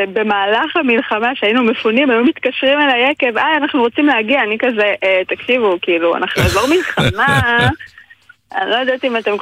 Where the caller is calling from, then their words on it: Kibbutz Dan, Northern District, Israel; אנחנו יקב גלילאו, אנחנו נמצאים בקיבוץ דן שבגליל העליון.